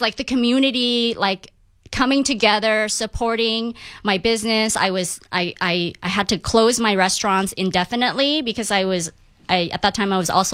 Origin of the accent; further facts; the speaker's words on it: Malaysia; now in United States; I wanted my restaurant to be a representation of who I am as an American immigrant child from Malaysia.